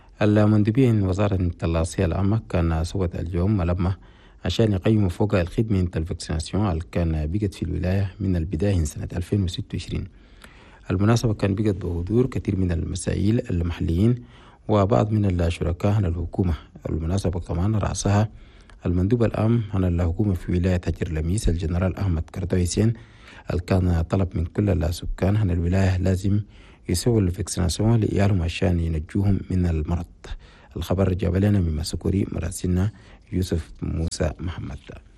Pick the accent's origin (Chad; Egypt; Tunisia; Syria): Chad; أعزائي المستمعين الساعة 7:29 في استديو راديو تشاد نفس الساعة في كثير من الأقاليم هنا بلدنا تشاد.